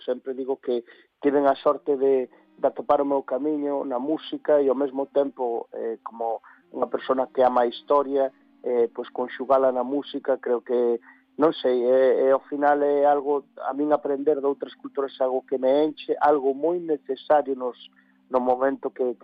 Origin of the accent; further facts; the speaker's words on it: Galicia, Spain; sinto-me moi honrado como galego de ver que a xente acude aos meus concertos